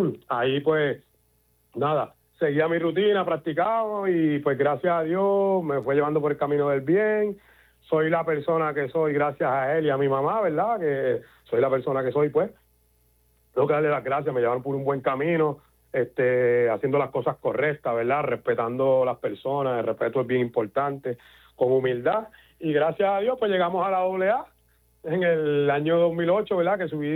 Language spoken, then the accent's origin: Spanish; Hormigueros, Puerto Rico; Yo nunca he salido de Hormiguero. Yo siempre he nacido, criado, todas mis pequeñas ligas, ligas juveniles, todas las ligas que yo he jugado de pelota siempre ha sido aquí en mi pueblo natal, en Hormiguero